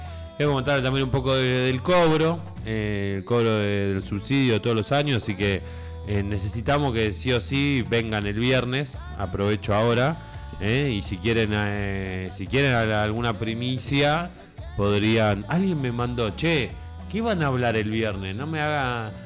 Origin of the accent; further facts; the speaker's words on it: Argentina; Porque Zona Sur somos todos los argentinos.